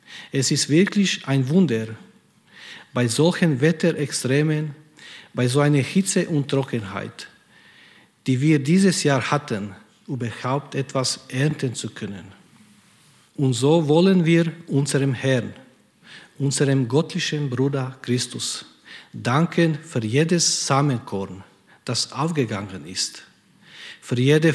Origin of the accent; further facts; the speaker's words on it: Croatia; moved away; Ich komme ursprünglich aus Kroatien